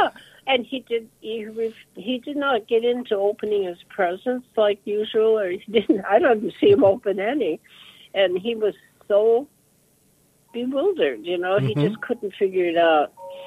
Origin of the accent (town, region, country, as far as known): Minot, North Dakota, United States; born or raised there